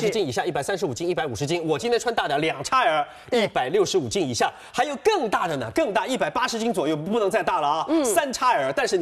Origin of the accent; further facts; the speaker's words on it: Shanghai, China; 它叫灰棕，其实我们上海人喜欢叫它是驼色，对不对？